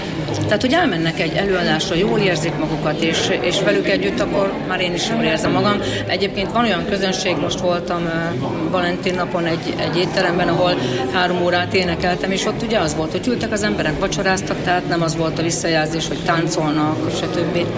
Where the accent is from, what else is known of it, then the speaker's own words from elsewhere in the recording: Miskolc, Borsod-Abaúj-Zemplén, Hungary; Amúgy miskolci vagyok, tehát én az egyetlen tag vagyok, aki miskolci.